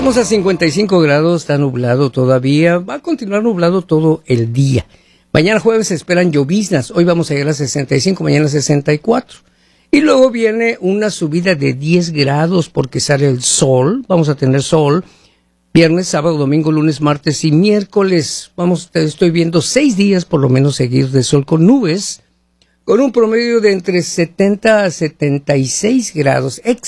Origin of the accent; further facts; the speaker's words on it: Hermosillo, Sonora, Mexico; porque yo vengo, acuérdense que vengo de Hermosillo, Sonora, que es la misma, generalmente es la misma temperatura de Phoenix, Arizona.